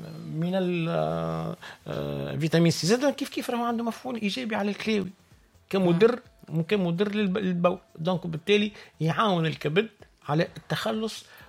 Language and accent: Arabic; Sahel, Tunisia; كما نقولوا احنا عندنا في الساحل